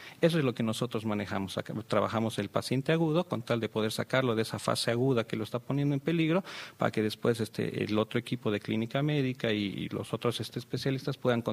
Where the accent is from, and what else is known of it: Mexico; born there; also born or lived in Bolivia